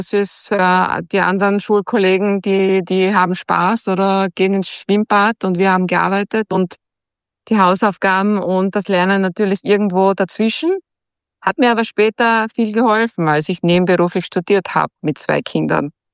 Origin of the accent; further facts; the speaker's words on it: Groß Klein, Styria, Austria; ich bin in einem Dorf aufgewachsen am Land. Das hieß Groß-Klein.